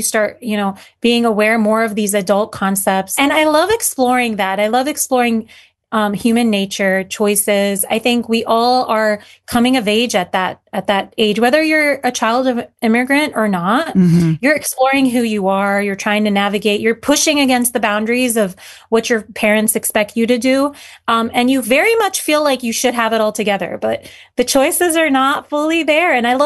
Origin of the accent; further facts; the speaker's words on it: United States; born there; English is a second language; also born or lived in Syria; growing up in America, I'm not technically fully 100% Syrian. I'm, you know, going to school, I'm learning English. Definitely now English is my stronger language